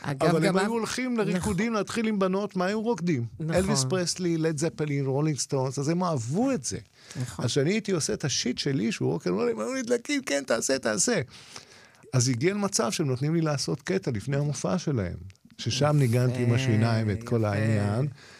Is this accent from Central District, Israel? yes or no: yes; Rehovot, Central District, Israel; אני מרחובות